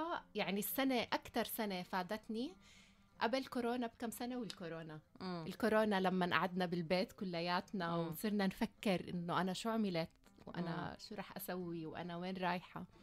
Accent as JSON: {"language": "Arabic", "country": "Jordan", "moved": "as an adult", "lives_now": "Australia", "said": "أوكي، أنا إجيت من الأردن. بالأردن درست محاسبة بالجامعة وكان عندي خبرة بالمحاسبة شوي. بعدين لما اجيت على أستراليا"}